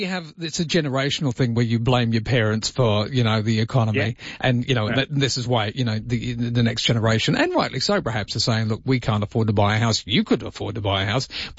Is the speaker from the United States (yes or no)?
no; Perth, Western Australia, Australia; when I was growing up in Perth at the age of 15 or 16